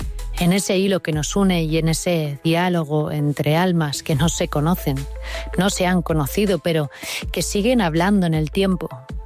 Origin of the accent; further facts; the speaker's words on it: Galicia, Spain; entendiera que Galicia existía y merecía ser escuchada. Quise hablarle a los que compartían mi lengua, mi tierra, mi cultura.